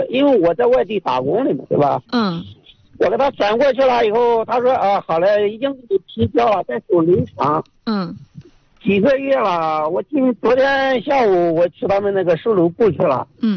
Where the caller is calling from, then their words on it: Yuncheng, Shanxi, China; 我打山西运城的。